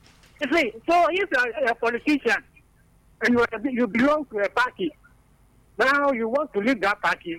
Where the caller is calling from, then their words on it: Akufe, Ghana; I'm speaking from Akufe.